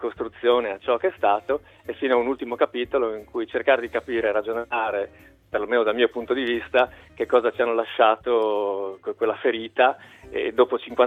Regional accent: Torviscosa, Friuli-Venezia Giulia, Italy; io sono della Bassa, di Torbiscosa, nella fattispecie

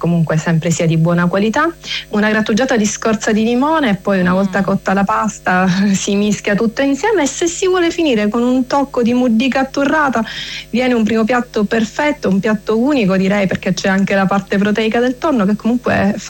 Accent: Catania, Sicily, Italy; io sono nata a Catania, ma sono figlia di un trentino. A dire il vero, mia nonna, la madre di mio padre, era del Trentino e mio padre è nato a Rovereto.

